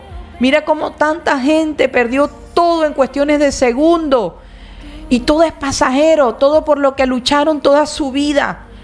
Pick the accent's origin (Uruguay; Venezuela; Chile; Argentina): Venezuela; now in Spain; Mucha gente acá en este país, en España, cuando ven que uno es venezolano, se monta en el autobús, o mucha gente que nos ve, que sabe que somos de Venezuela